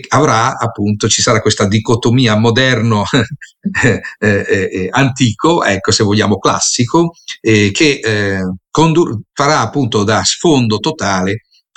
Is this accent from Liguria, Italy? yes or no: no; Rimini, Emilia-Romagna, Italy; per me, che sono riminese